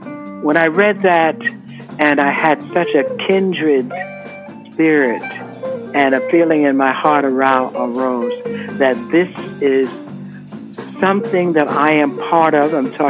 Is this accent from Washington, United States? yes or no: no; New York City, New York, United States; Well, I grew up in the 1960s in Brooklyn, and I was in Bedford-Stuyvesant in particular.